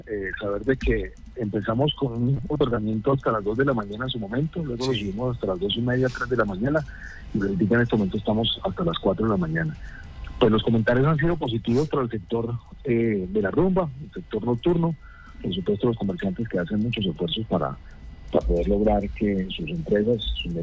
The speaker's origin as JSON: {"language": "Spanish", "region": "Santander", "country": "Colombia", "said": "para no olvidarnos de lo que somos como humangueses y como santandereanos."}